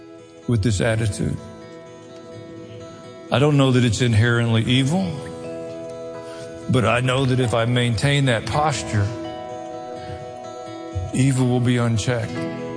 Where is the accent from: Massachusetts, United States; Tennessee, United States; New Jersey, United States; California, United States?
Tennessee, United States; born or raised there